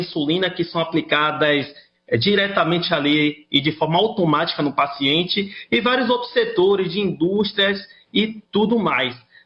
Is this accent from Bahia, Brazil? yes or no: yes; Salvador, Bahia, Brazil; Não, eu sou de Salvador, Salvador, Bahia.